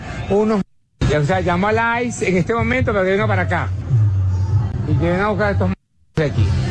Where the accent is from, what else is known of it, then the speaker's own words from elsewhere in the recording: Venezuela; vengo de Venezuela para esta mierda que se llama Azúcar.